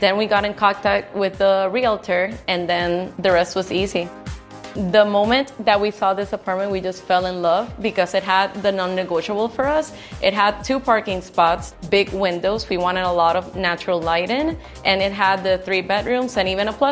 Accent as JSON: {"language": "English", "town": "San Juan", "country": "Puerto Rico", "tie": "born or raised there", "said": "I'm originally from Puerto Rico, and I have lived my whole life in San Juan. I've moved from area to area, but I've always stayed in the same city. I live in the center of an area that is very urban. It's the city, but I can just take a 10-minute drive and get to the beach here in Ocean Park"}